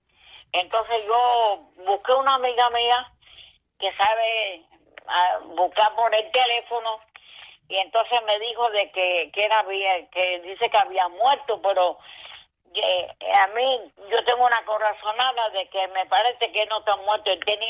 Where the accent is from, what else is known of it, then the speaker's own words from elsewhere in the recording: Caimito, Mayabeque, Cuba; moved away; also born or lived in Alquízar, Cuba; Yo nací en Cuba.